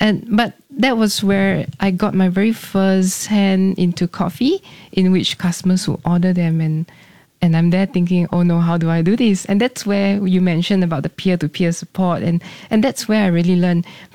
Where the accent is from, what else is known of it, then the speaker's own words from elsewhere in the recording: Singapore; Because growing up in Singapore, we are very used to our kopi C, yeah, kopi O, and those coffees are a different character.